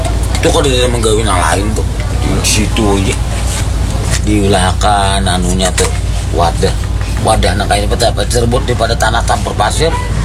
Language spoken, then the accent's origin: Indonesian; South Kalimantan, Indonesia; Tapi kalau kita orang Banjar, handap. khas orang kita Banjar.